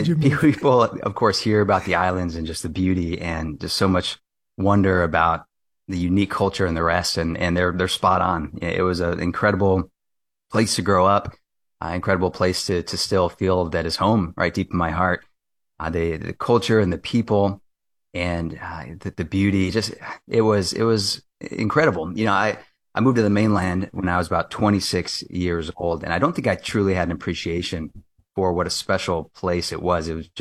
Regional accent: Kailua, Hawaii, United States; moved away as an adult; also born or lived in West Coast; now in Washington, D.C., United States; Yeah, so I grew up on the windward side of Oahu in Kailua. So various places all over Kailua itself, but Olomana, Aikahi, but I spent the first roughly about 26 years of my life. Now, I was actually born on the West Coast

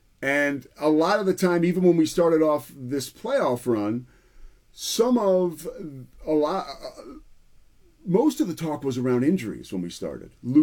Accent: Philadelphia, Pennsylvania, United States; because I'm from Philadelphia, huge Sixers fan.

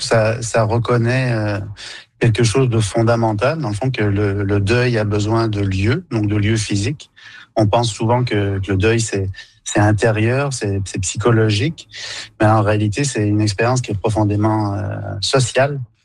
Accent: Quebec, Canada; Donc, chez nous au Québec, c'est souvent au chalet, là, donc sur le terrain du chalet

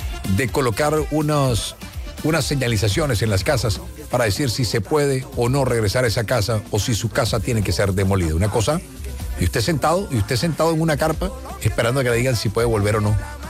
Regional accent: Colombia; Todos somos colombianos.

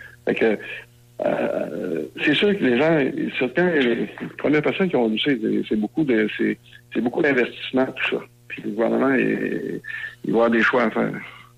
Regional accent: Squatec, Quebec, Canada; dans notre village, mon village natal, à Squatec

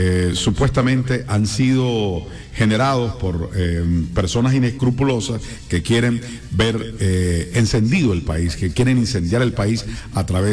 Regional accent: Sincelejo, Sucre, Colombia; Yo no soy barranquillero, soy sucreño y sincelejano.

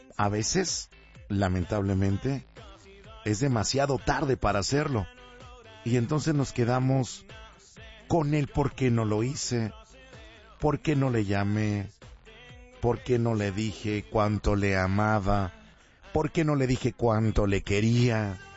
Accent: Culhuacán, Mexico City, Mexico; de allá de la Magdalena, Culhuacán, de donde soy nativo, originario de los Culhuacanes, rodeado de San Francisco, Culhuacán, San Juan.

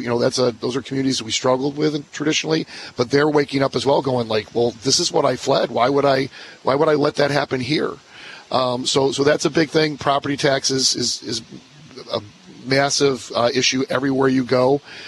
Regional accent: Hinsdale, Illinois, United States; now in Downers Grove, United States; I'm from Downers Grove. I grew up in Hinsdale, Illinois.

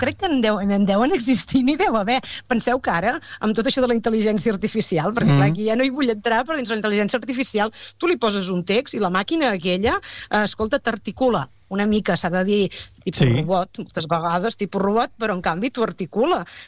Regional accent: Riudoms, Catalonia, Spain; No entraré en la discussió, però jo sí que sóc de Riudoms, ho dic així clarament

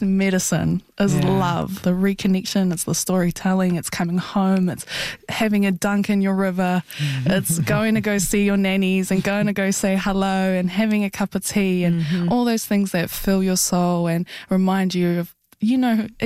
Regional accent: Rotorua, Bay of Plenty, New Zealand; also born or lived in Te Aroha; I come from Rotorua, so my grandmother, she was part of the urban drift to Rotorua. Rotorua is the closest town, so 90% of Tūhoe live outside of our ancestral lands, and most of us come from Rotorua.

